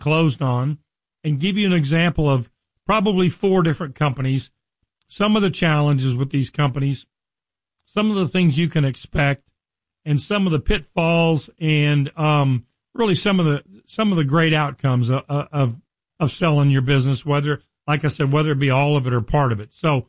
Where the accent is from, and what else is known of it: Richardson, Texas, United States; born or raised there